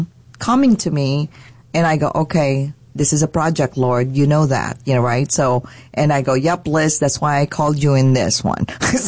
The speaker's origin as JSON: {"language": "English", "country": "Philippines", "said": "tell her I'm Filipino"}